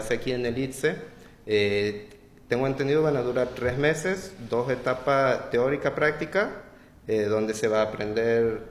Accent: Fernández, Santiago del Estero, Argentina; en Fernández, de donde yo soy

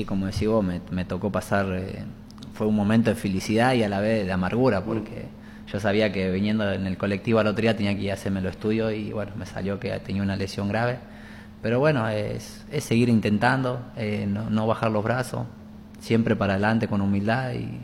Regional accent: Rosario, Santa Fe, Argentina; Yo soy rosarino.

